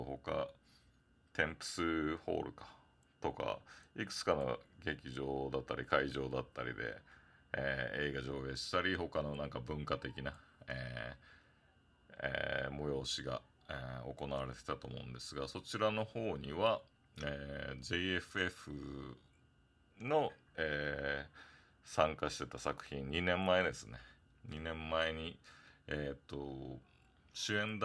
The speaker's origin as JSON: {"language": "Japanese", "region": "Okinawa", "country": "Japan", "tie": "born or raised there", "said": "地元の沖縄"}